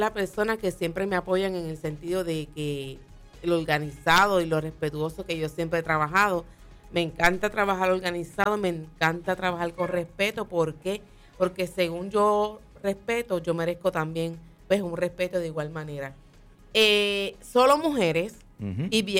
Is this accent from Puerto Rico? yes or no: yes; Fajardo, Puerto Rico; De verdad es bonito cuando tú visitas otros pueblos y le dices, yo soy de Fajardo. O sea, Fajardo viene siendo la esquina, ¿sabes? La esquina aquí, ¿sabes?